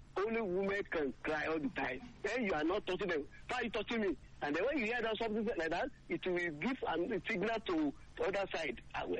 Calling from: Ibadan, Oyo, Nigeria; I am calling from Ibadan, Oyo State.

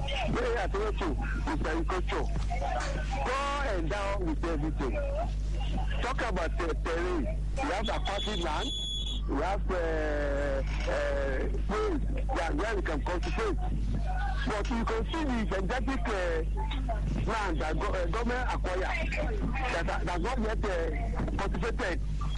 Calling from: Ibadan, Oyo, Nigeria; I'm from Ibadan.

